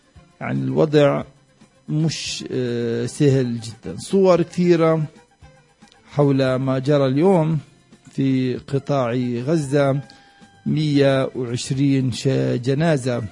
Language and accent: Arabic; Palestine; احنا كفلسطينيين